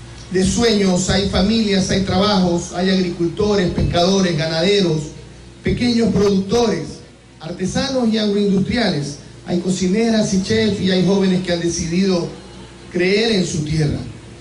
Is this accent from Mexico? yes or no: no; Manabí, Ecuador; para encontrarnos como manabitas y como ecuatorianos